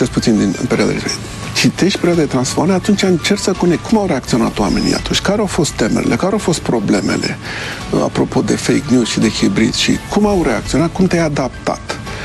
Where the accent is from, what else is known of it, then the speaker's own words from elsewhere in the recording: Romania; toată lumea știe că sunt român